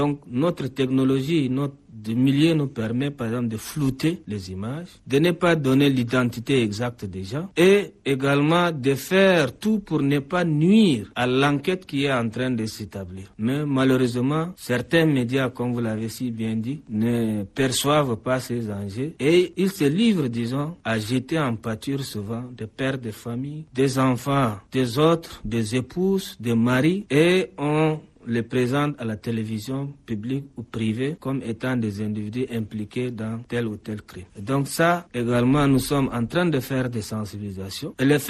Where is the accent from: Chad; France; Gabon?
Chad; lorsque nous sommes dans un pays comme chez nous au Tchad